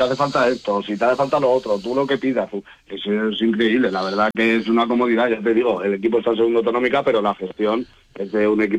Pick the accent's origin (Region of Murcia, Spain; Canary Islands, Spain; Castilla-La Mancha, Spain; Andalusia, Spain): Castilla-La Mancha, Spain; Casas de Juan Núñez; Yo estaba con mi pueblo de Casas de Juan Núñez y me lo crucé hace muchísimos años.